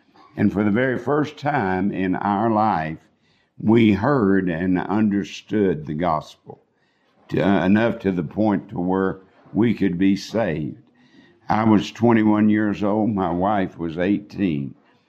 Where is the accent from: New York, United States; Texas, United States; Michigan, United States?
Texas, United States; a little Southern Baptist church in my hometown, about 50 miles outside of Amarillo.